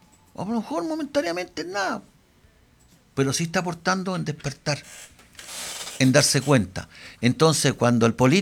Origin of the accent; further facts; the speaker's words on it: Chile; El chileno, yo creo que, por lo menos los que estamos acá, yo me declaro patriota.